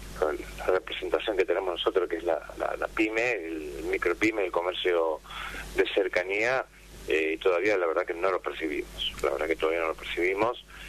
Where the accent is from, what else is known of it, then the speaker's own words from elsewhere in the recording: Moreno, Buenos Aires Province, Argentina; Mira, yo soy de provincia de Buenos Aires, de Moreno.